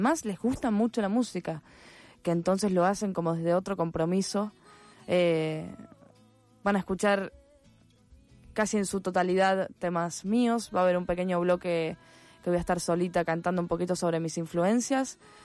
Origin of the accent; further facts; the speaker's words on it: Cañuelas, Buenos Aires Province, Argentina; yo soy de Cañuelas, que es un pueblo... Yo creo que es chico, sí, para ustedes que son más porteños es súper chico.